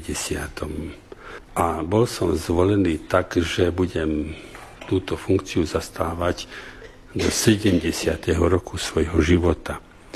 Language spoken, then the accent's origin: Slovak; Nitra Region, Slovakia; born there; moved away as an adult; now in Jasov, Slovakia; ja som sa narodil pri Dunaji medzi Komárnom a Štúrovom, alebo medzi Komárnom a Ostrihomom